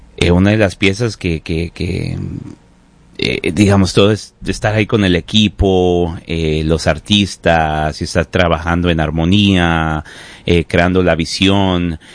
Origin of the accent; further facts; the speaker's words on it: Mexico; Yo creo que uno como mexicano siempre está como muy, digamos, está muy relacionado con ese tipo de obras